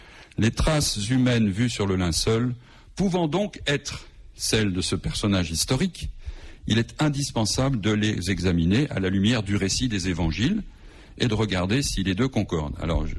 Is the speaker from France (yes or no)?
yes; Lyon, Auvergne-Rhône-Alpes, France